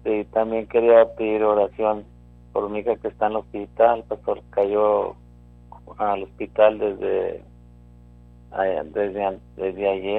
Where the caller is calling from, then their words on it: Brownsville, Texas, United States; De aquí de Brownsville